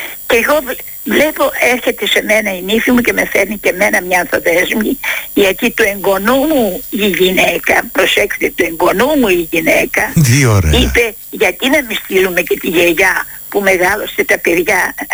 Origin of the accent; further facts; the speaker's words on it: Istanbul, Turkey; moved away; also born or lived in Tatavla (Kurtuluş), Istanbul; Εγώ είμαι από τη Χαλκιδόνα και κάθισα παντρεμένη στα Τατάβλα.